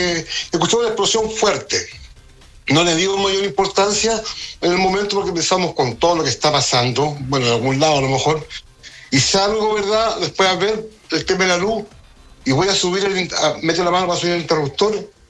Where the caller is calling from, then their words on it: Valparaíso, Chile; vivo yo en Placeres